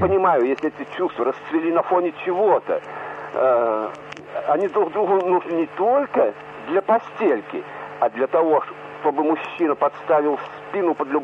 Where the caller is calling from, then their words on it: Volgograd, Volgograd Oblast, Russia; Я гость столицы из Сталинграда. Вчера приехал